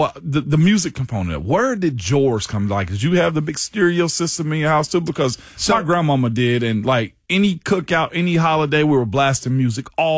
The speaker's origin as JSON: {"language": "English", "area": "Lauderdale County", "region": "Tennessee", "country": "United States", "tie": "born or raised there", "said": "I grew up in West Tennessee, home of the blues"}